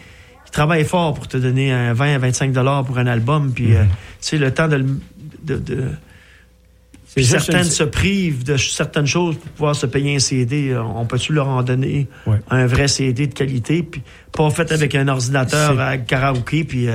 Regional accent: Quebec, Canada; Moi, je suis Gaspésien.

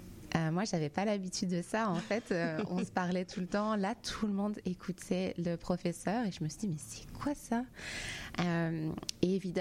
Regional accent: Île-de-France, France; Donc, en gros, moi je suis née en France, dans une banlieue à côté de Paris, et j'ai été à l'école primaire dans ce qu'on appelle une zone d'éducation prioritaire.

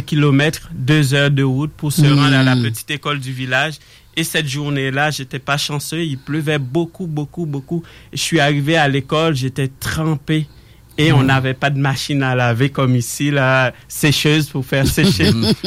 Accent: Haiti; now in Canada; j'ai grandi en Haïti dans des conditions très, très difficiles de mon plus jeune âge.

